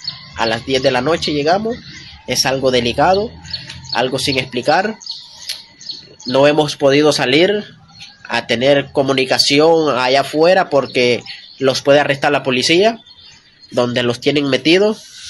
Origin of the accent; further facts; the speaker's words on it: Honduras; moved away as an adult; Soy de Honduras. Estaba viviendo en la Florida, Miami, Estados Unidos.